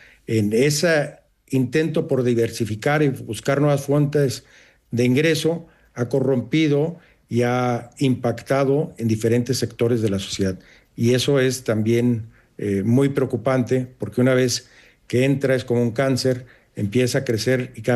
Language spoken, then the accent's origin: Spanish; Mexico; Y hoy vemos la realidad que vive mi país de origen, y no nada más México